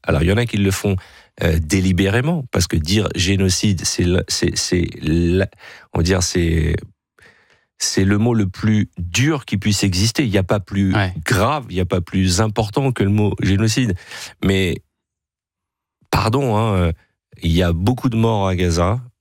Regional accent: France; Je sais pas, moi je suis français, moi je m'occupe pas de la politique israélienne.

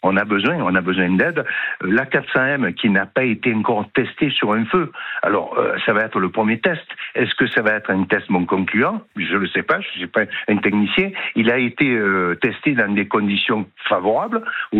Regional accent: Provence-Alpes-Côte d'Azur, France; chez nous en Provence et dans le sud

